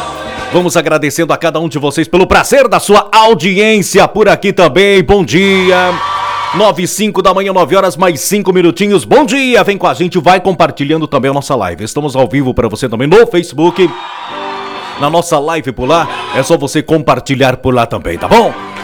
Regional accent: South Region, Brazil; Eu sou do Sul, você também é do Sul do Brasil.

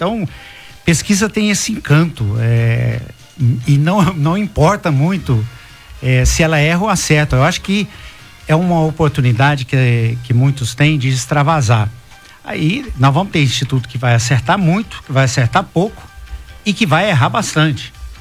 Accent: São Miguel do Passa Quatro, Goiás, Brazil; São Miguel do Passa Quatro, tem... Minha terra.

